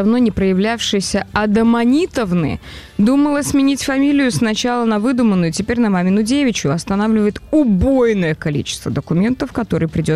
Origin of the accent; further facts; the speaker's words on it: Moscow, Russia; Я коренной москвич в 3-м поколении и, наверное, в 3-м.